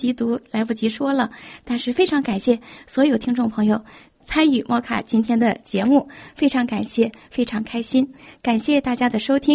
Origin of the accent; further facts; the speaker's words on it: China; 我们中国人随着年龄的增长越来越内敛，越来越含蓄